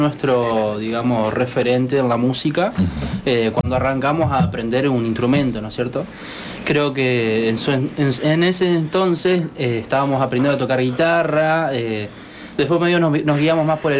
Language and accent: Spanish; Colonia Avellaneda, Entre Ríos, Argentina; los tres somos de Colonia Avellaneda, ¿cierto? Fuimos a la escuela secundaria José Hernández